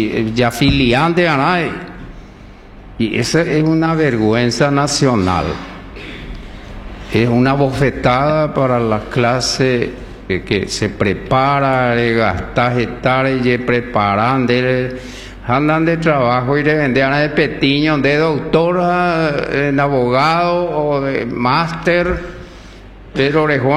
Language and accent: Spanish; Horqueta, Concepción, Paraguay; Yo soy paraguayo 100%, pero 1000% orqueteño y vengo como orqueteño